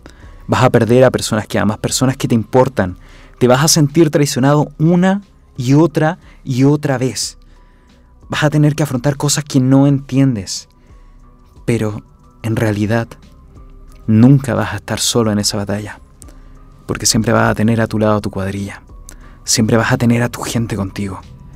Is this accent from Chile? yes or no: yes; Chile; somos propiamente chilenos.